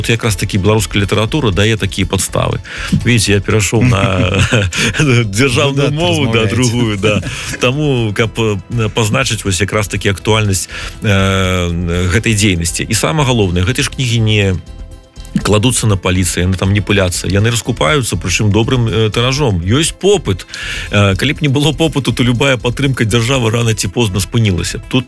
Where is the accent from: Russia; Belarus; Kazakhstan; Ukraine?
Belarus